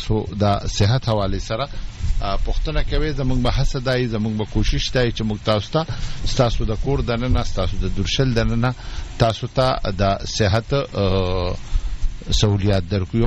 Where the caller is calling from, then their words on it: Peshawar, Khyber Pakhtunkhwa, Pakistan; زه د پېښور نه … يم